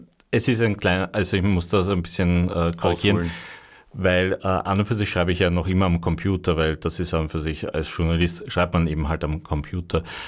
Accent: Austria; Wir als Österreicher

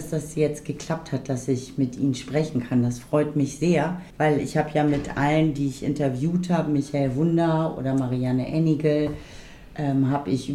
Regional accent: Hamburg, Germany; auch für mich als Hamburgerin

